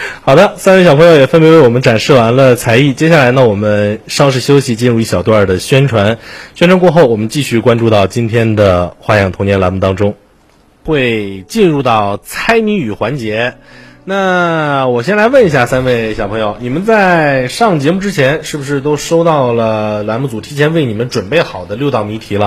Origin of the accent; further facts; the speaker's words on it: Hebei, China; now in Xinjiang, China; 我是河北人，所以呢我在新疆待了几年